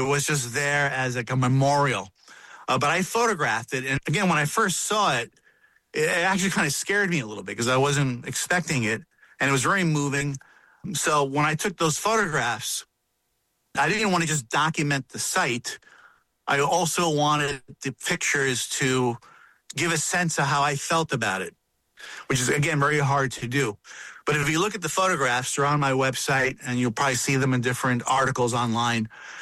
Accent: Brooklyn, New York, United States; born there; my family, my mother in particular, is from Puerto Rico. And although I was born in Brooklyn

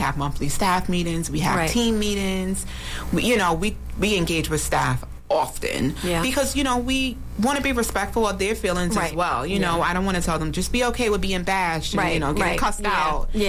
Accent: Brooklyn, New York, United States; you know, I'm from Brooklyn.

